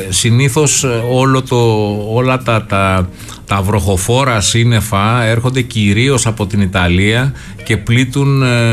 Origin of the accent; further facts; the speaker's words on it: Corfu, Ionian Islands, Greece; Ισχυρός πυρήνας καταιγίδων επηρεάζει και την Κέρκυρα, την ιδιαίτερη πατρίδα μου.